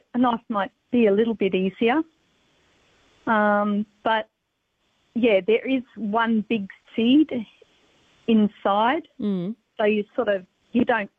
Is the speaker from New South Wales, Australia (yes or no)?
no; Brisbane, Queensland, Australia; I grew up in Brisbane.